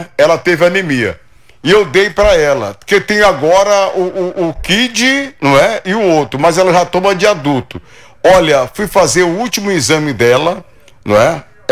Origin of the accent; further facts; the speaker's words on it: Maranhão, Brazil; eu também sou maranhense.